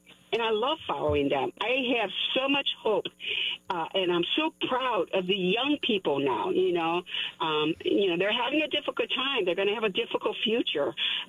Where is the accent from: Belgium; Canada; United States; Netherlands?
United States; Chicago, Illinois; I'm a long-time Chicagoan, born and raised, native born here, you know.